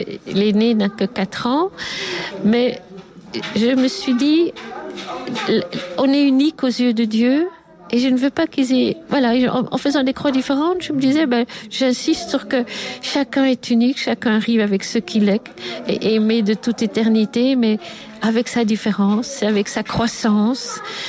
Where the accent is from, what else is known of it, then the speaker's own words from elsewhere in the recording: Namur, Wallonia, Belgium; Oui, excusez-moi, je dois parler en français parce que je viens de Namur.